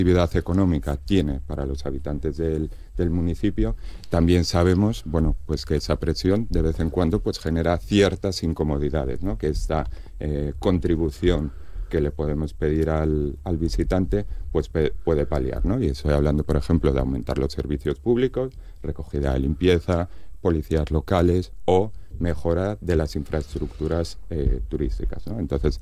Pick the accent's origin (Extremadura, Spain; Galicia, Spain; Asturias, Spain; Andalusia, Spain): Asturias, Spain; Llanes; Yo que soy de Llanes, ¿no?